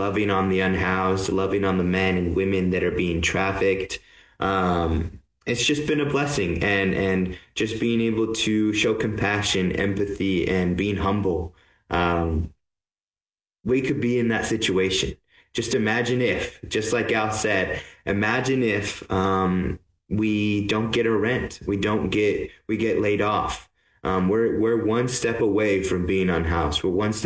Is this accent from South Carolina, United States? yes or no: no; Montana, United States; I'm originally from Montana. My parents grew up here and they moved before our the children.